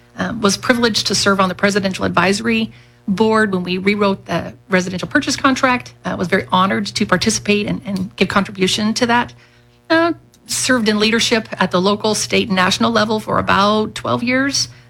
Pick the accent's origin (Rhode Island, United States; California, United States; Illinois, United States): California, United States; Kern County; I was born and raised in Kern County. My parents worked for the county. I moved all around Kern County, settled in Bakersfield.